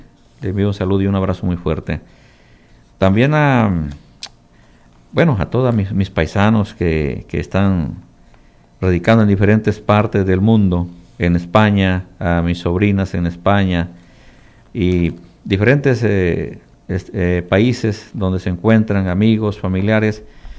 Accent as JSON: {"language": "Spanish", "town": "Quimistán", "region": "Santa Bárbara", "country": "Honduras", "tie": "born or raised there"}